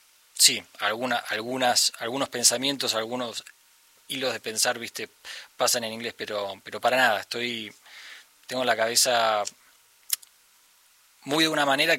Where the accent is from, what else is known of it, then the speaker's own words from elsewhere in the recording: Argentina; born there; first language Spanish; nací hablando los dos a la par, o sea, soy muy bilingüe. Pero lo que pasó es cuando vine a Argentina, cuando tenía 6 años, se dio vuelta así rotundamente. Y hoy por hoy, sí, el español es mi primer idioma.